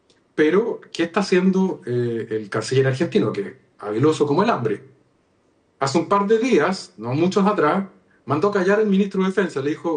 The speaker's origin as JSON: {"language": "Spanish", "country": "Chile"}